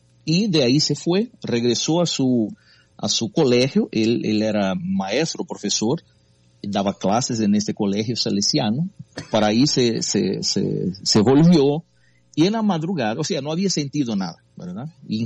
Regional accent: Brazil; first language Portuguese; Spanish is a second language; Porque yo soy brasileño, ¿verdad? Claro. Yo hablo portugués y este es mi país, Brasil. Pero aquí vivo yo.

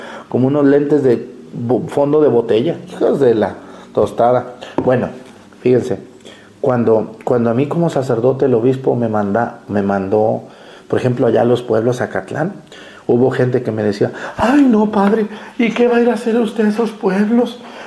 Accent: Jalisco, Mexico; now in Guerrero, Mexico; yo soy de Jalisco y miren, estoy aquí en Guerrero

